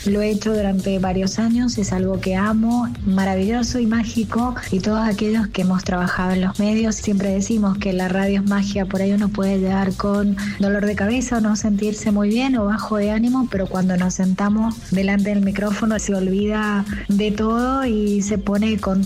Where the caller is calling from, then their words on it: San Juan, Argentina; de San Juan